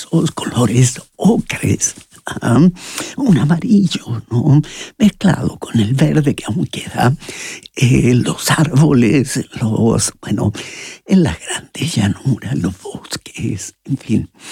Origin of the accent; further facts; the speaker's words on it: Chile; now in Klagenfurt, Austria; En Chile, allá en mi tierra